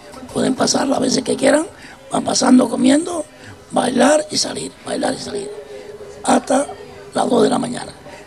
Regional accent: San Isidro, Canary Islands, Spain; born there; also born or lived in San Sebastián de la Gomera; Yo me vine de San Sebastián de 4 años, llevo toda la vida en San Isidro

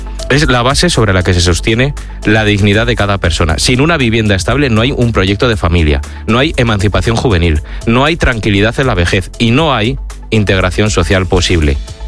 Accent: Spain; Ahora bien, yo como tantos españoles no me chupo el dedo.

